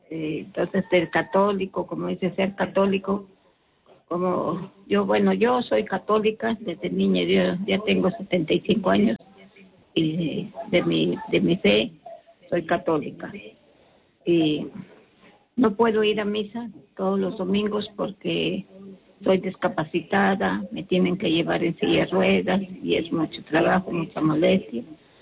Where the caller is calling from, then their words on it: Piura, Peru; Soy de Piura.